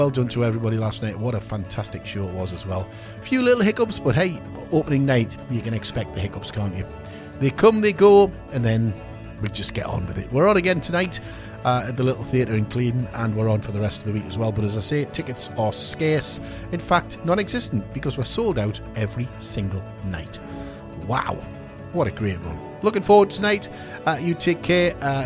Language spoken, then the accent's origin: English; South Shields, North East England, United Kingdom; my hometown, South Shields. I didn't know this, and I lived in South Shields for a good part of my life as a child.